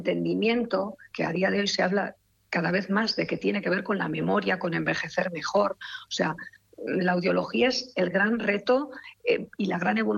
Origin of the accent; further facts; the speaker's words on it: San Sebastián, Basque Country, Spain; also born or lived in Santurce; Me vine luego a Donosti, soy donostiarra, sí